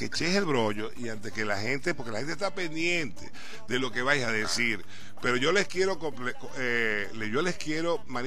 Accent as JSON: {"language": "Spanish", "town": "Maracaibo", "region": "Zulia", "country": "Venezuela", "moved": "yes", "lives_now": "Ciudad Guayana, Venezuela", "said": "Y aquí somos maracuchos"}